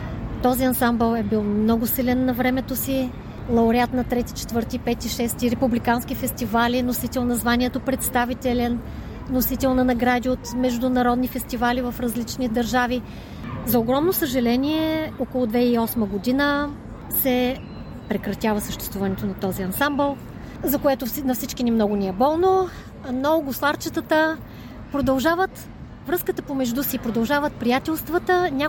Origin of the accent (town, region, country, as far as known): Gorna Oryahovitsa, Veliko Tarnovo Province, Bulgaria; born or raised there; now in Vienna, Austria